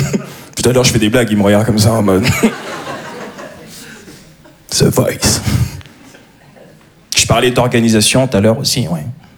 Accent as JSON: {"language": "French", "town": "Paris", "region": "Île-de-France", "country": "France", "said": "je suis un Parisien, voilà ce que je suis."}